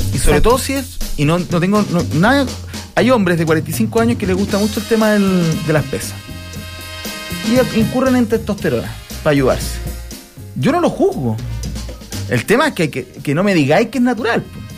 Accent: Mexico; now in Chile; Porque en mi país, México, solo los centros comerciales funcionan en las tardes porque en el día se trabaja.

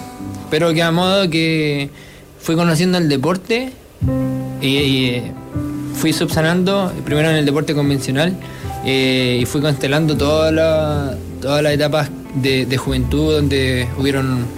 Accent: Hualpén, Biobío, Chile; moved away as an adult; also born or lived in Talcahuano; now in Santiago, Chile; nací en Talcahuano, pero viví toda mi vida en Hualpén hasta los 23 años que llegué acá a Santiago

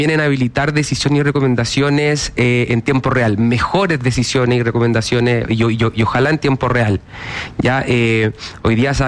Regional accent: Concepción, Biobío, Chile; Yo soy de Concepción, de toda la vida.

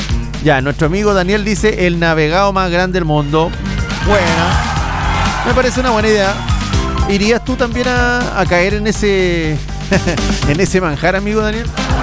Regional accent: Puerto Montt, Los Lagos, Chile; los puertomontinos.

